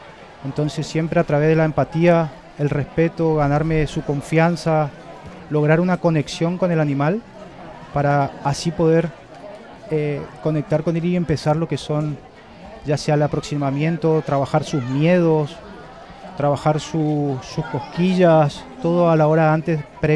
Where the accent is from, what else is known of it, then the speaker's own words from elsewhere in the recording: northern Argentina, Argentina; yo soy de Argentina, del norte de Argentina. Vengo de una familia muy tradicional, una familia gaucha del norte